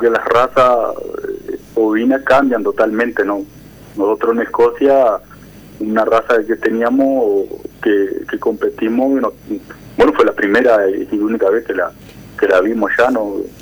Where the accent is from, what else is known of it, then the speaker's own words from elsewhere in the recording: Uruguay; Pero nosotros como uruguayos siempre...